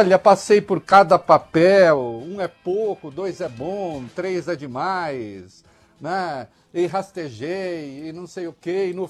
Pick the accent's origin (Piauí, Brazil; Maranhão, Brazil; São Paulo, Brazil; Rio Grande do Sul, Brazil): São Paulo, Brazil; Dois Córregos; Um ouvinte nosso lá da região de Dois Córregos, e a gente sabe, Dois Córregos é a minha terra natal, uma terra de bravos, uma terra de valentes, né?